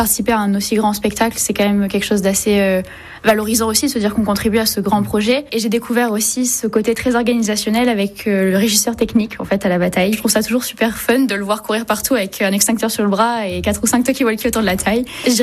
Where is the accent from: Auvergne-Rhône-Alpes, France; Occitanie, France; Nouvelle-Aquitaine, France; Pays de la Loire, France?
Nouvelle-Aquitaine, France; Saint-Émilion; also born or lived in Libourne; Bonjour, donc … j'ai 21 ans. Et je suis née à Libourne, j'ai grandi à Saint-Émilion.